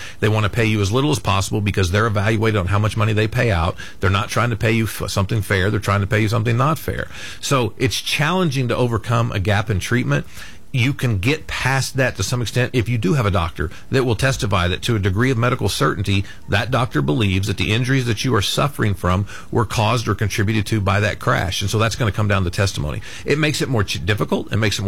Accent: Burns Flat, Oklahoma, United States; Elk City, my part of the country. I'm from Burns Flat.

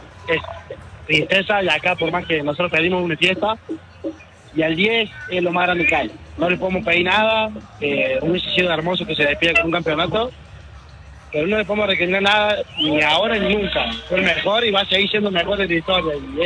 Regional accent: Argentina; Nosotros somos los argentinos, nos caracterizamos por ser fanáticos del fútbol.

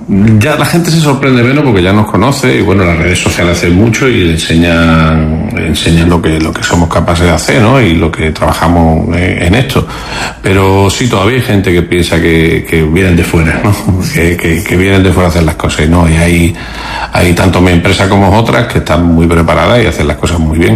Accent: Melilla, Spain; yo soy de aquí de Melilla de siempre

